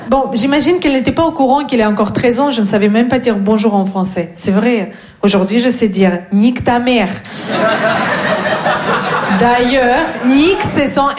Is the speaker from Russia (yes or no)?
yes; Russia; French is a second language; now in France; Non, je viens de Russie. Surprise!